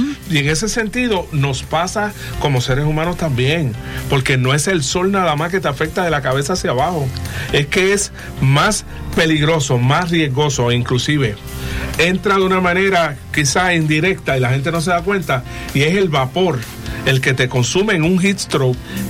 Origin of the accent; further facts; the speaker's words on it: Puerto Rico; Nosotros como puertorriqueños